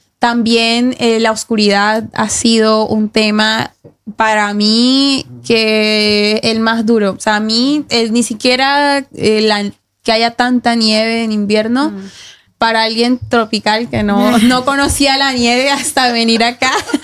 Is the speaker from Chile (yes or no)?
no; Barranquilla, Atlántico, Colombia; moved away; Por lo menos yo vengo de Barranquilla, la tierra de … para los que no saben, y de Sofía Vergara.